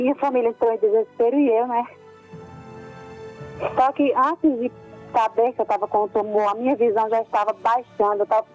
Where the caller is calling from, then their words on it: Fagundes, Paraíba, Brazil; Eu sou de Fagundes, no estado da Paraíba.